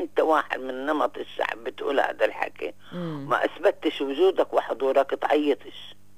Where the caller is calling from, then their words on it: Palestine; إن إحنا فلسطينيين متفوقين